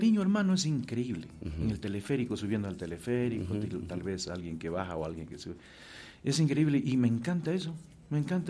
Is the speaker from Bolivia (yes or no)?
yes; La Paz, Bolivia; moved away; Hace 25 años viví en La Paz los últimos 10 años.